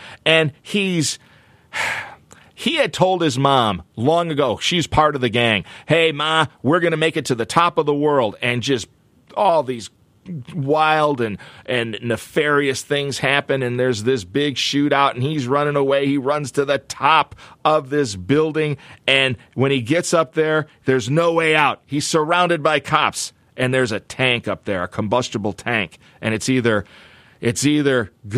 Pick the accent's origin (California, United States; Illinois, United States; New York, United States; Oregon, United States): Illinois, United States; Chicago; when I was a kid growing up in Chicago, you know, we only had at the time 5 stations